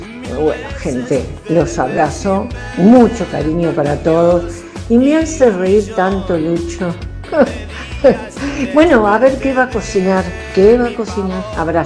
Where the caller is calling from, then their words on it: Paraná, Entre Ríos, Argentina; Bueno, acá estamos, Paraná, soy de Paraná, Entre Ríos.